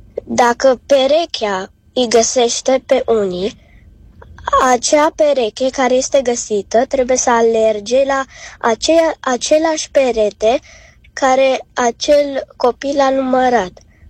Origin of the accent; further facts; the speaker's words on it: Bucharest, Romania; din București. Am 5 ani